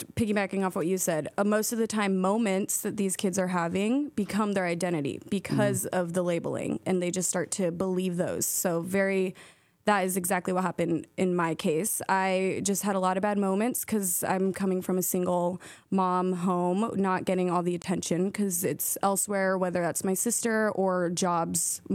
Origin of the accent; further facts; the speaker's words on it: New Mexico, United States; moved away as an adult; now in South Bend, United States; I'm from New Mexico.